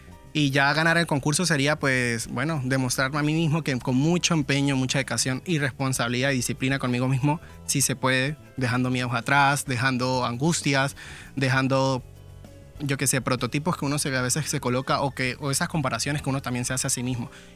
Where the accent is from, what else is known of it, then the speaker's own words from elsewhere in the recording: Venezuela; now in Spain; a ver, que soy venezolano, pero bueno, encantado y orgullosamente dejar España en alto.